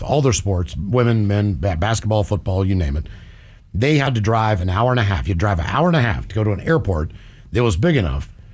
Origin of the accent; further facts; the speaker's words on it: West Virginia, United States; Growing up in West Virginia, man, there's very, very little flat land.